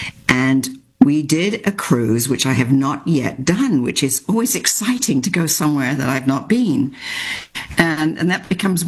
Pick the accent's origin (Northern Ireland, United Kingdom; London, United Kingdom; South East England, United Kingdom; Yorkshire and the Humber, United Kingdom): South East England, United Kingdom; moved away; I grew up in England on the Sussex coast, 20-something miles in those days from France.